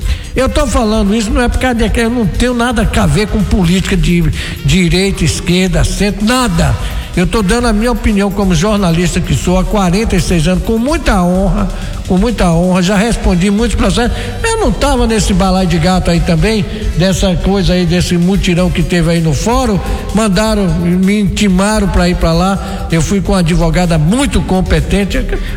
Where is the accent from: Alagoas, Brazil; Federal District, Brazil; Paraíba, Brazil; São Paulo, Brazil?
Paraíba, Brazil; born there; eu sou brasileiro, sou nordestino, sou baiano, por direito de fato, recebi o título de nasci na Paraíba, mas tenho o título de cidadão baiano, que foi concedido pela Assembleia Legislativa da Bahia.